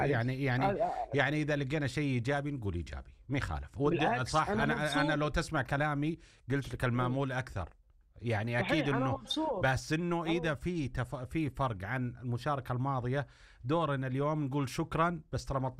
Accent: Saudi Arabia; كلنا كسعوديين

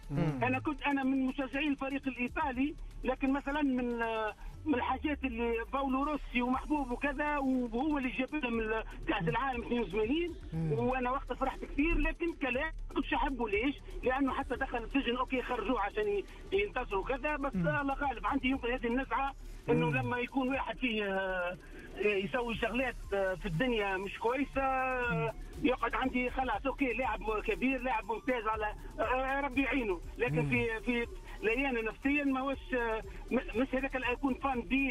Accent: Tunisia; 78 وقت كنت صغير عمري 5 سنوات وانا تونسي وقت كان تونس مشاركة.

